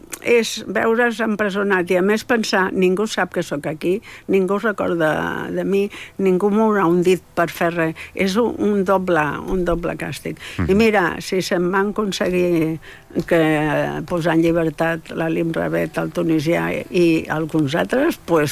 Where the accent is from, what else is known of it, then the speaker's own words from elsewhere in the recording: Catalonia, Spain; soc catalana